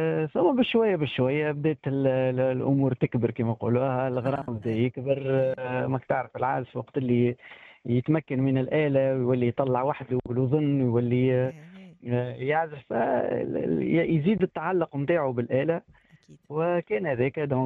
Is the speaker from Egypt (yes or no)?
no; Monastir, Monastir Governorate, Tunisia; born there; also born or lived in Kairouan; أنا من مواليد مدينة المنستير، من أصول من أصلي من مدينة القيروان، ولكن بحكم مهنة الوالد كنت تولدت في مستير،